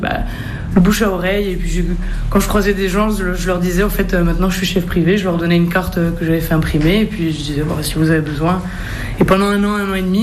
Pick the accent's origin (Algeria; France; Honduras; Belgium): France; Bastia, Corsica; also born or lived in Aix-en-Provence / Paris; Moi, j'ai grandi à Bastia, à 17 ans je suis parti faire mes études à Aix